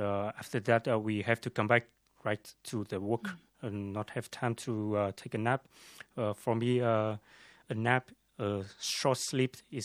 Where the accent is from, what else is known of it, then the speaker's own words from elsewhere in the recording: Vietnam; English is a second language; now in France; I think it's Vietnamese food. I usually miss my hometown food, like pho or banh mi. I know that in some big city in French, like Toulouse or Paris, we have that too. But the taste, the smell, mm-hmm. Cannot be the same with the food in Vietnam.